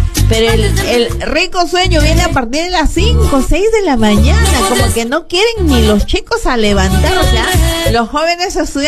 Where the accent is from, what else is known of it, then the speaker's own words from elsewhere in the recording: Peru; nosotros acá los peruanos somos bien peruanos